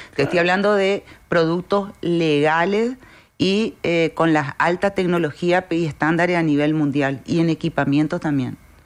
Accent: Argentina; moved away as an adult; now in Paraguay; yo soy argentina, yo vine en el 2001

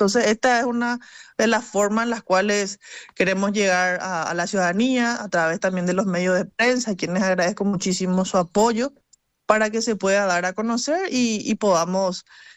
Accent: Paraguay; Estas fueron las raíces que a nosotras nos fortalecieron como mujeres paraguayas, cuñaguapa que somos

